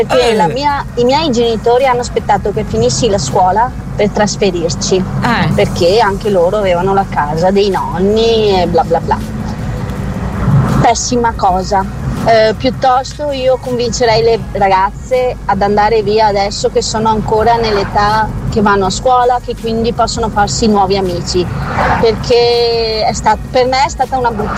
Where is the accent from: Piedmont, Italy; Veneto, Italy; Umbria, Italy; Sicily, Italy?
Veneto, Italy; born there; moved away as an adult; now in Treviso, Italy; io sono 32 anni che dalla provincia di Belluno mi sono trasferita alla provincia di Treviso.